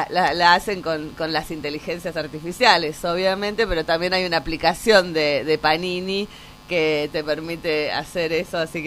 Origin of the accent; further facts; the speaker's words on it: Argentina; como cualquier otro argentino de bien